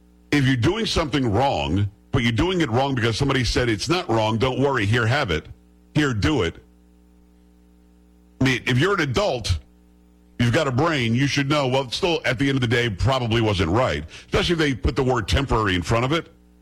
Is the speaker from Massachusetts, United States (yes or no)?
no; Florida, United States; I grew up in South Florida, as I say all the time.